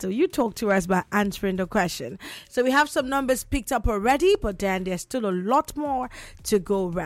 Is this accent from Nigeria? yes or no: yes; Nigeria; how you intend to make our country Nigeria a better place